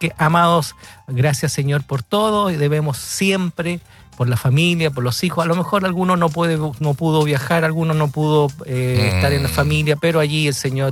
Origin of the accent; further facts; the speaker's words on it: Uruguay; now in Machalí, Chile; soy uruguayo, hoy estoy tomando un mate, hoy estoy libre, tuve que hacer unos exámenes. Saludo a mi esposa Raquel, estamos aquí en Machalí, así que saludos mi hermano Antonio, desde Uruguay, aquí en Chile